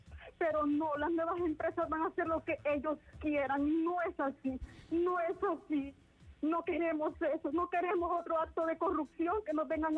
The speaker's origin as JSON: {"language": "Spanish", "country": "Honduras", "said": "nuestro patrimonio como hondureños."}